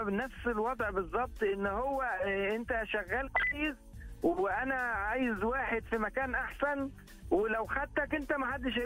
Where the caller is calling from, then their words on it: Riyadh, Riyadh Province, Saudi Arabia; من الرياض.